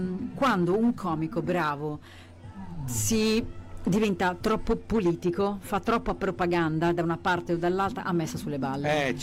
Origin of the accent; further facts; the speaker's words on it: Lombardy, Italy; Secondo me l'accento, l'inflessione più bella per me, che sono lombarda, è il napoletano, il romano.